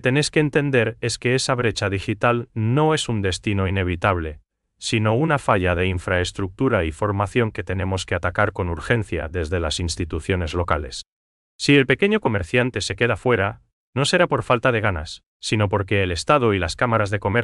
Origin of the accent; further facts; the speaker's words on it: Paraguay; la atención personalizada que tanto nos caracteriza como paraguayos